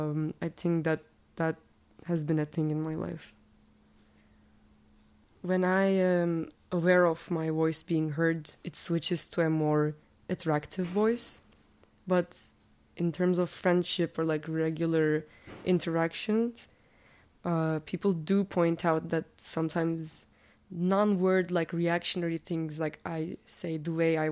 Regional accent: Bursa, Turkey; first language Turkish; English is a second language; I am from Bursa, Turkey. I think when I speak Turkish, I talk a lot like my father, who is an immigrant from Bulgaria.

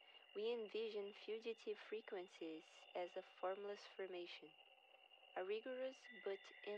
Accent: Brazil; accent: Brazilian; I would like also to apologize for my Brazilian accent on the other foreign names that participate on this mix

